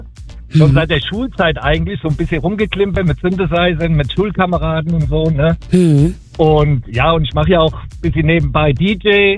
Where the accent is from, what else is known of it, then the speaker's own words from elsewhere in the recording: Zaragoza, Aragon, Spain; und zwar in Spanien, in Saragossa, in meiner Heimatstadt.